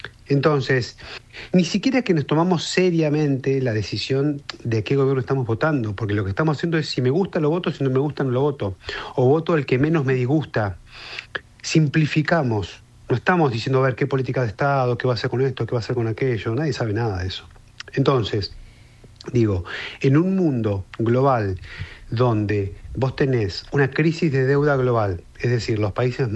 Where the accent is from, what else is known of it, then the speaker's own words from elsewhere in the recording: Argentina; siempre desde el prejuicio, si querés, de la argentinidad